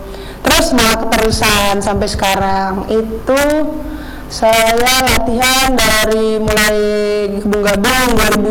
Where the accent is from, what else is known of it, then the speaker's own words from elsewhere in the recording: Medan, North Sumatra, Indonesia; moved away as an adult; now in Biak, Indonesia; kebetulan saya orang Sumatera Utara Medan.